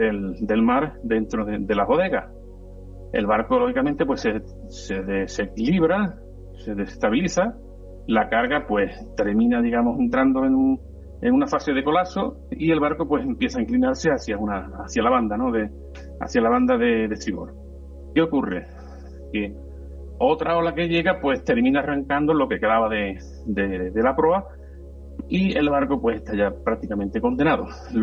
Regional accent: Cádiz, Andalusia, Spain; yo soy de Cádiz, pero muchas veces me escucháis y me cambia

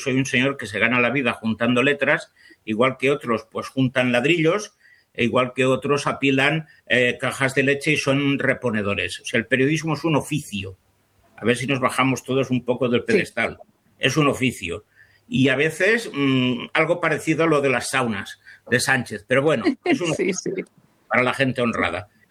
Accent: Spain; me parece como español horroroso

